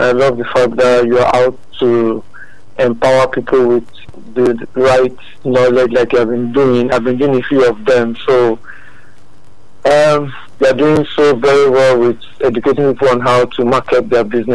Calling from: Ajuwon, Ogun, Nigeria; I'm calling from Ajuwon. Akute area.

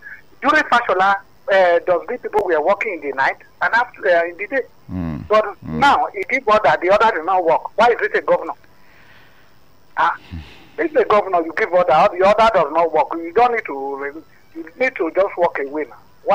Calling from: Oba, Nigeria; I'm calling from Oba.

